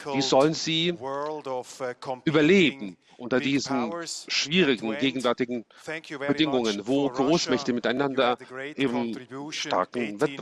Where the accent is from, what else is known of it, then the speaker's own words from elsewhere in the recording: Switzerland; Ich komme aus der Schweiz.